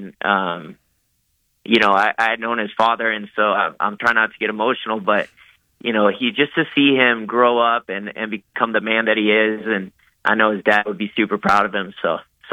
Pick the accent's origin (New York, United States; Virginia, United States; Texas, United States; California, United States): California, United States; I grew up in California.